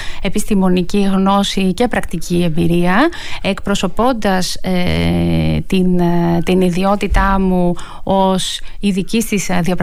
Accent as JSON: {"language": "Greek", "town": "Thessaloniki", "region": "Central Macedonia", "country": "Greece", "tie": "born there", "said": "Και επίσης για μένα είναι μέρος της ταυτότητάς μου. Γεννήθηκα στη Θεσσαλονίκη, γεννήθηκα λοιπόν δίπλα στη θάλασσα."}